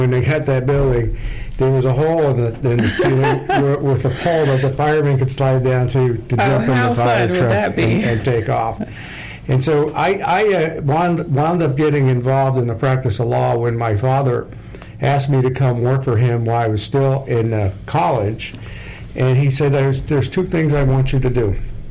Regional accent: Clearwater, Florida, United States; born there; I was born in Clearwater many years ago

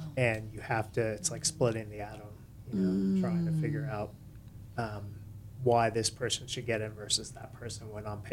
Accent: New York City, New York, United States; moved away as an adult; also born or lived in Clemson, South Carolina; now in Sarasota, United States; I am from the Big Apple. I'm from New York City and grew up there, born and raised, and left to go south for college 100 years ago when I went to a school in South Carolina, Clemson.

